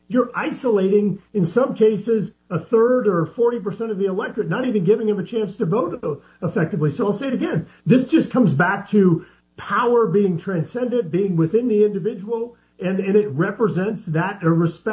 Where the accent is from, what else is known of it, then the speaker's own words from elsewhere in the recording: Louisiana, United States; I grew up in South Louisiana.